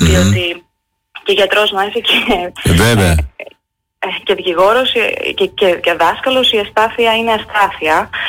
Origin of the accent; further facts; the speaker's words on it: Heraklion, Crete, Greece; moved away as an adult; now in London, United Kingdom; εγώ μεγάλωσα στο Ηράκλειο και έφυγα στις 18 μου από εδώ.